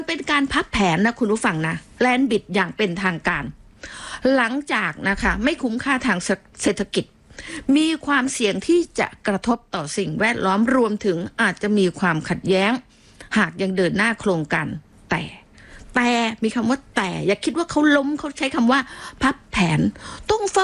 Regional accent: Southern Thailand, Thailand; เราเป็นคนใต้นี้นะ

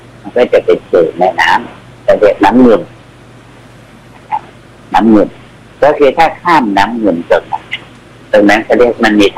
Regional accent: Vientiane Province, Laos; พอข้ามไปปุ๊บนั่นแหละครับเรียกว่าบ้านเกิดบ้านเกิดก็เลยอยู่ในแขวงเวียงจันทร์ไม่ใช่นครหลวง

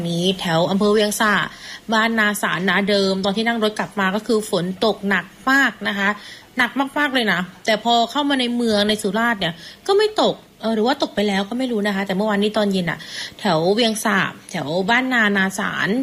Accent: Southern Thailand, Thailand; now in Surat Thani, Thailand; ถ้าเราเป็นคนใต้เราก็รู้จักกันดีอยู่แล้วนะ

